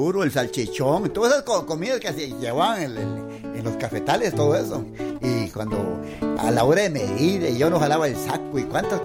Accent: Zarcero, Alajuela, Costa Rica; born there; Porque usted sabe que yo nací en Barranca de Zarcero.

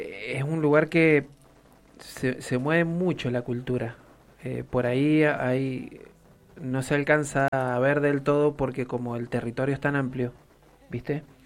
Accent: Mendoza, Argentina

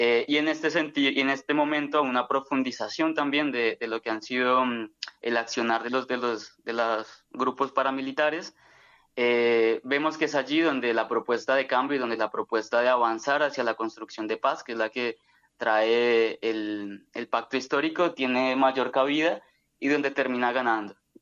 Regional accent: Colombia

